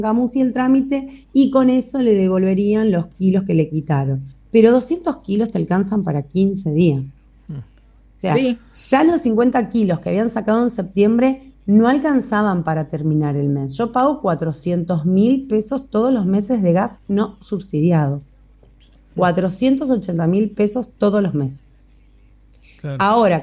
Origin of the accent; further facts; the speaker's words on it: Ushuaia, Tierra del Fuego, Argentina; yo alquilo, tengo 40 años, soy de acá, soy fueguina y me toca alquilar como la mayoría de las familias de Ushuaia.